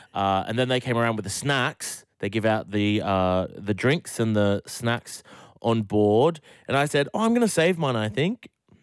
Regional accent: Sydney, New South Wales, Australia; So I said, no accent here. I'm from Sydney.

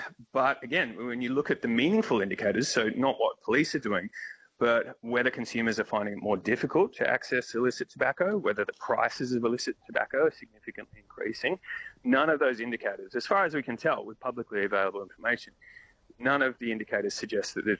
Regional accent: Victoria, Australia; So here in my home state of Victoria, it's maximum 15 years in prison if you're selling illicit tobacco

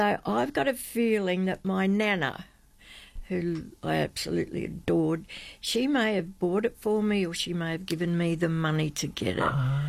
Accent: Sydney, New South Wales, Australia; That takes me back to my childhood, where I grew up in Sydney, Concord, right in Western Suburbs.

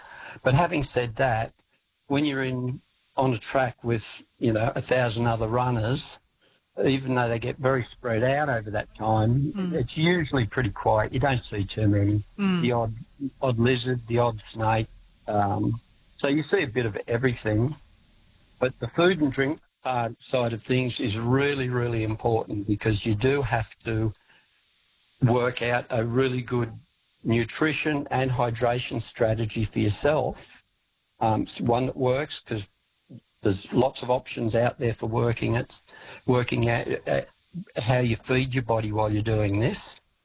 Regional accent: Sydney, New South Wales, Australia; moved away; I grew up in Sydney, and I knew the Blue Mountains area really well. I spent a lot of time bushwalking up there and rock climbing during my teens.

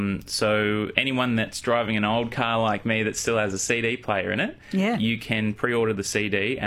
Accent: Wagga Wagga, New South Wales, Australia; born there; I was born in Wagga.

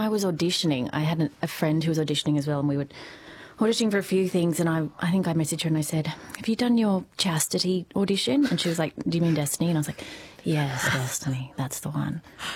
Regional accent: Sydney, New South Wales, Australia; I am from Sydney, so AFL has been in my sphere, yeah, a little bit, but not really.

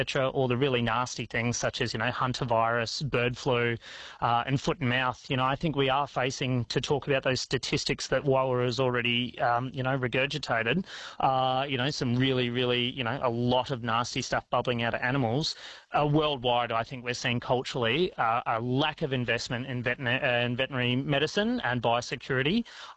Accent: Australia; And we pour a lot of money, thank God, into Australian health services. And I'm so proud as an Australian

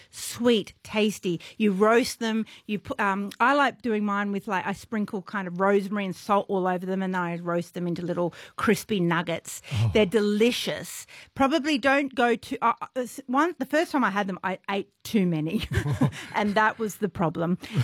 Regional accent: Scotland, United Kingdom; moved away; also born or lived in England; I'm Scottish.

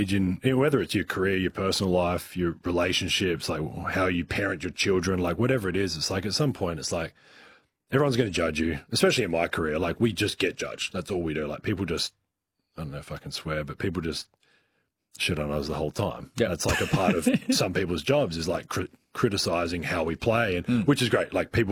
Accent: Adelaide, South Australia, Australia; growing up in Adelaide and playing for the Tigers

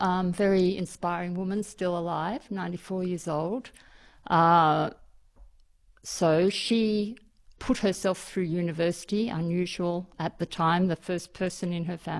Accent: Katoomba, New South Wales, Australia; born there; also born or lived in Sydney; I was born in Sydney, but my family didn't live there. They lived in Katoomba. It's a small town in the Blue Mountains. So I was taken back there and spent my first 7 years in the Blue Mountains. And I regard that as my home country, if you like.

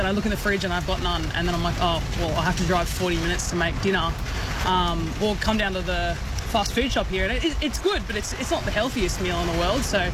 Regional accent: Sydney, New South Wales, Australia; Yeah, I grew up in Sydney, so it's a massive change from where I really grew up.

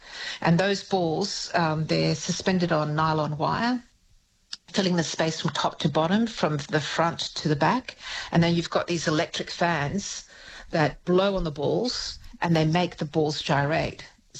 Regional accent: Canberra, Australian Capital Territory, Australia; now in Sydney, Australia; this place is Canberra when I was growing up in Canberra.

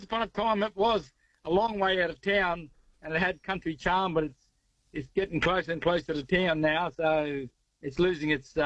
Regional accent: Queensland, Australia; Well, I was born and bred there

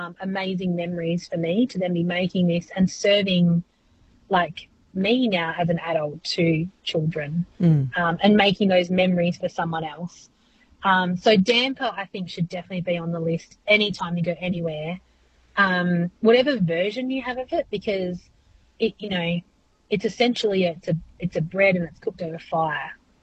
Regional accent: Northampton, Western Australia, Australia; I grew up in Northampton

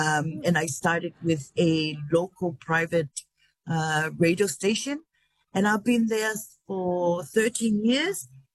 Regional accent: Tonga; Yes, I was born bred here in Tonga, and it's by law for everyone to start going to school at the ages of 5, and we start learning English and Tongan

